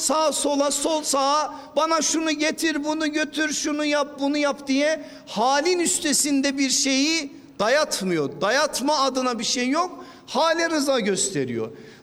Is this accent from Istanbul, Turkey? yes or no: no; Erzurum, Turkey; Şimdi ben o evliliğe aman Trakyalıdır ben Erzurumluyum olmaz mı olmaz